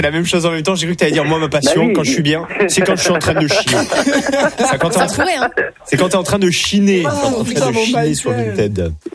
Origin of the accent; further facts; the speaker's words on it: Mont-de-Marsan, Nouvelle-Aquitaine, France; Mais autant moi chez moi à Mont-de-Marsan, c'est très normal de discuter avec les gens dans la rue.